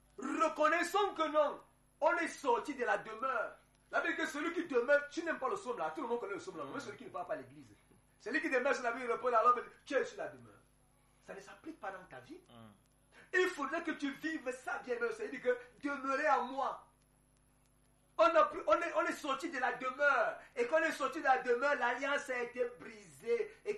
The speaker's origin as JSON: {"language": "French", "country": "Cameroon", "said": "je suis Camerounais"}